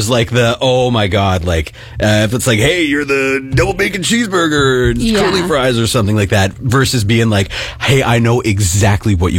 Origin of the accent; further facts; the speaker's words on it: Kemptville, Ontario, Canada; moved away as an adult; when I was growing up in Kempville